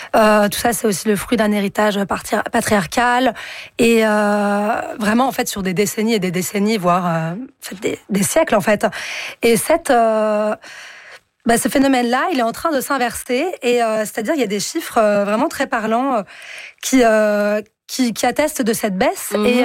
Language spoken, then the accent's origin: French; France